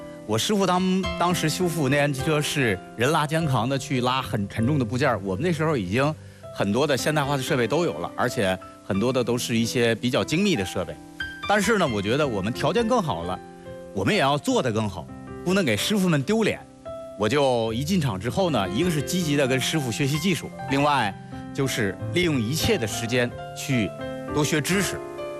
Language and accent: Chinese; China